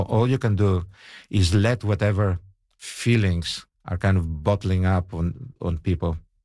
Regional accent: Canada

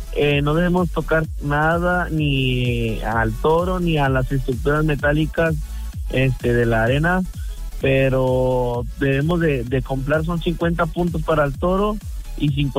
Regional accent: Monterrey, Nuevo León, Mexico; yo soy de Monterrey, Nuevo León, compadre.

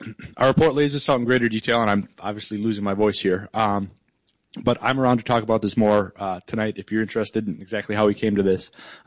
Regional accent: Beaver Dam, Wisconsin, United States; In fact, I grew up in Beaver Dam. I can almost guarantee you that the leaders of Beaver Dam would not make that choice.

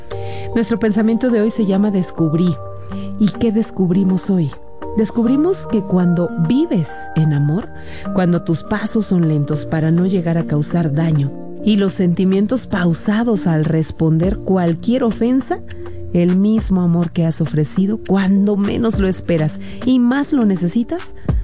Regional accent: Mexico; nos sentimos llenos de orgullo por nuestras raíces, nuestra cultura, por nuestra identidad como mexicanos

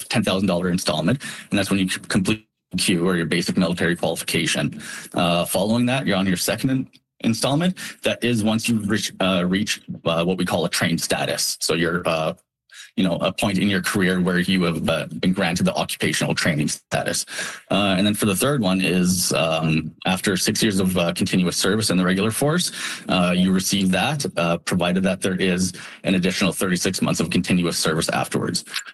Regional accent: Regina, Saskatchewan, Canada; moved away as an adult; So I'm actually originally from Regina, and it's nice to be back home now, actually recruiting and working here in my community

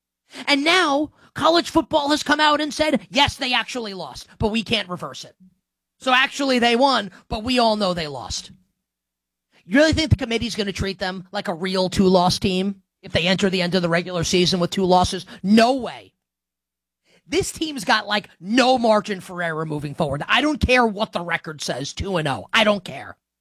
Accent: New York, United States; I grew up in New York. I'm not an Ohio State fan.

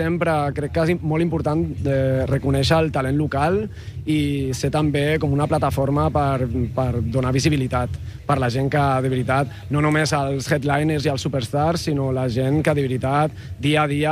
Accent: Region of Murcia, Spain; Catalan is a second language; moved away as an adult; now in Barcelona, Spain; Jo sóc de Múrcia, però xerraré en català

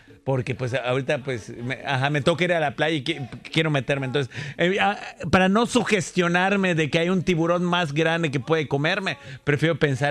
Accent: Yucatán, Mexico; accent: Yucatecan; pescadores de aquí de Yucatán, y se reconoce por nuestro bello acento

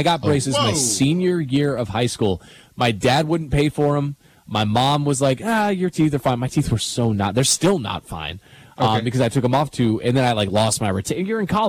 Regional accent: Virginia, United States; was like, how dare you say Maryland? I'm not from that trash state. And then they'd be like, okay, well, where are you from? I'd say Virginia.

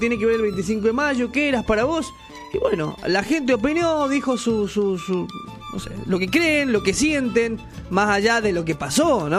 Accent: Argentina; somos argentinos

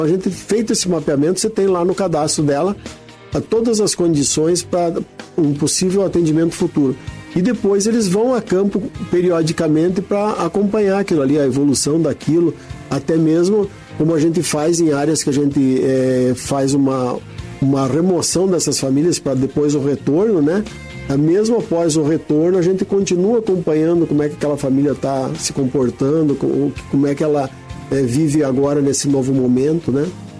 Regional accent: Rio Grande do Sul, Brazil; born there; also born or lived in Paraná; now in Curitiba, Brazil; Eu nasci no Rio Grande do Sul, morei no sudoeste do Paraná, morei em Curitiba, depois voltamos para o interior.

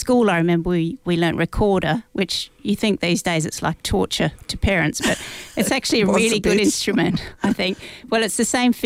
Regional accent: Port Pirie, South Australia, Australia; I grew up in Port Pirie, which is a town near the Flinders Ranges in South Australia.

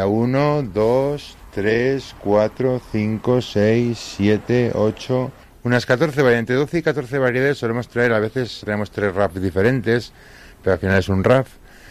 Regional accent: Navarre, Spain; como soy de Navarra y somos bastante tradicionales

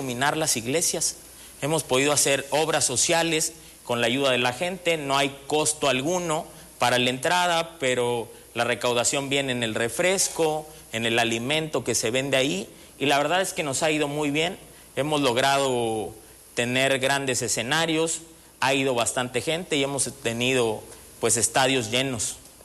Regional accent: Zitácuaro, Michoacán, Mexico; also born or lived in Morelia; Ya, mi tierra natal.

